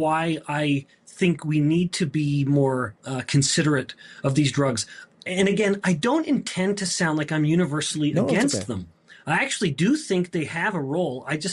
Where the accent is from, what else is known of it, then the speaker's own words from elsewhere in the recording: Canada; as a Canadian boy